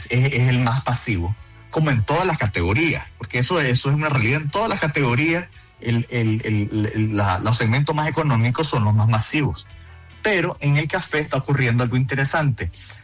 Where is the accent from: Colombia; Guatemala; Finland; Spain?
Colombia; que es parte de nuestra cultura como colombiano